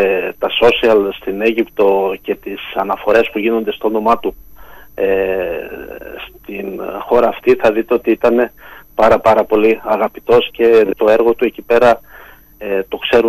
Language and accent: Greek; Greece; born there; now in Veria, Greece; έχει 2 χρόνια που είμαι, που έχω μετακομίσει στην πατρίδα μου